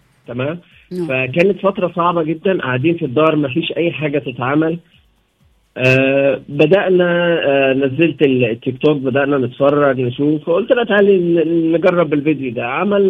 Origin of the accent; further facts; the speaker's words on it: Egypt; مجرد ان هم يعرفوا ان انا مصري تلاقي الناس بدات تتلم.